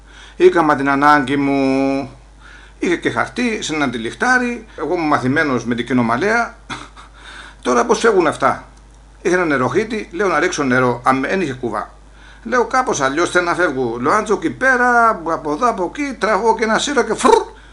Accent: Olympos, South Aegean, Greece; έχω και εγώ λόγο να πω γιατί να είμαι από την Όλυμπο της Καρπάδου και θεωρώ πως έχουμε καλή εταιρεία.

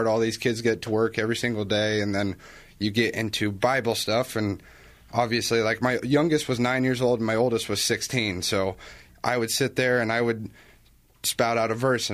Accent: Eaton, United States; So I'm from Eaton.

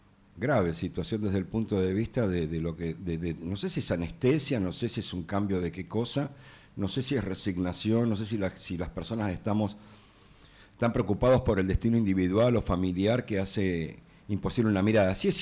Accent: Argentina; como somos los argentinos

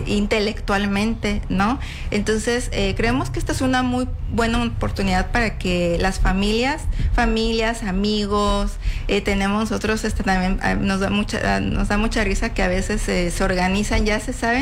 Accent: Tabasco, Mexico; Del Estado de México, mi familia, pero yo soy totalmente tabasqueña.

